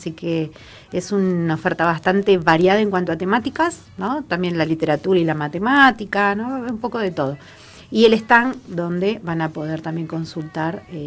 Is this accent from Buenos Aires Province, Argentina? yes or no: yes; Mercedes, Buenos Aires Province, Argentina; la ciudad donde yo nací, en Mercedes, provincia de Buenos Aires, tiene las dos cosas, el nombre de la calle y el número